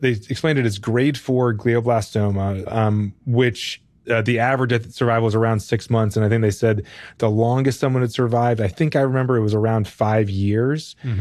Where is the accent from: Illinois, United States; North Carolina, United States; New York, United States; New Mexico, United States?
North Carolina, United States; Raleigh; I grew up in Raleigh, North Carolina, where college sports are really big, and NC State had a football team, and I grew up sort of like loving their team.